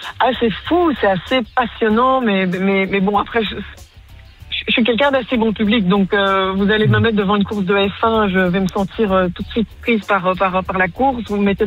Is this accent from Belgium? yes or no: yes; Belgium; en tant que bon Belge